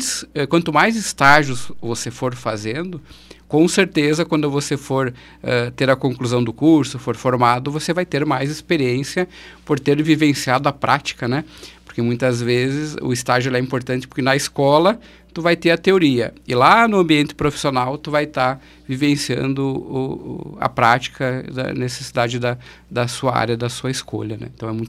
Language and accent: Portuguese; Carazinho, Rio Grande do Sul, Brazil; Inclusive eu sou aqui natural de Carazinho também.